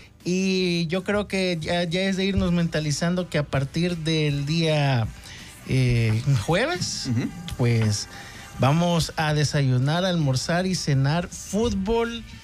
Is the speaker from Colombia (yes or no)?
no; El Salvador